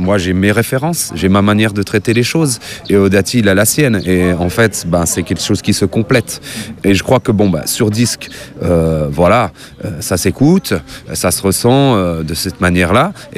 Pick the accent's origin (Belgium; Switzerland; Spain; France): Switzerland; born there